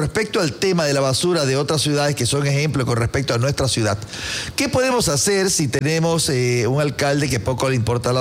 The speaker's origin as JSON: {"language": "Spanish", "town": "Portoviejo", "region": "Manabí", "country": "Ecuador", "tie": "born or raised there", "moved": "yes", "said": "Yo nací en Puerto Viejo, en la actual parroquia San Pablo. Antes se llamaba, era barrio San Pablo. Allá al lado de la iglesia, arriba en la loma. Ahí nací yo. Entonces, cercano al mar, cercano al Crucita, San Jacinto."}